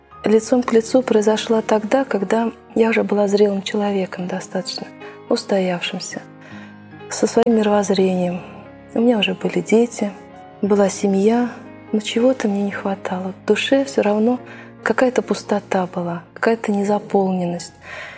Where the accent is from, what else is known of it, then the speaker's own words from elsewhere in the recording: Kazan, Tatarstan, Russia; moved away as an adult; now in Nizhny Novgorod, Russia; я сама родом из Казани. Прожила там 20 лет до того, как вышла замуж. И переехала в Нижний Новгород.